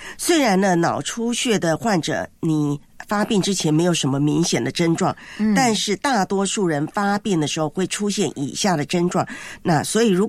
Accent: Taiwan; 我记得我在我的老家台湾呢，哎，这个日子呢，我们通常会有一些活动的。

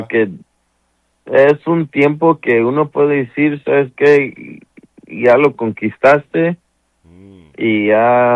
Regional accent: California, United States; Ah, yo soy de aquí, de California, okay, de Estados Unidos, pero mi papá es de Juchipila, Zacatecas, México.

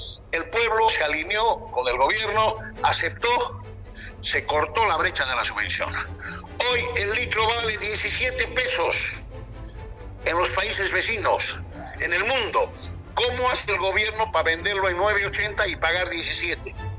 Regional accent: Bolivia; como boliviano, como empresario

